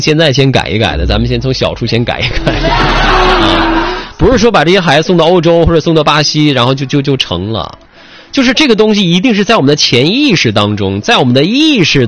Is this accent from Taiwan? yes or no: no; China